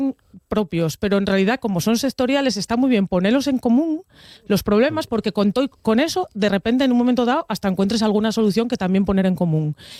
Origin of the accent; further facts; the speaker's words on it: Langreo, Asturias, Spain; Bueno, Fer y yo somos de la Cuenca Minera, los dos, el Día de la Viana y yo de Langreo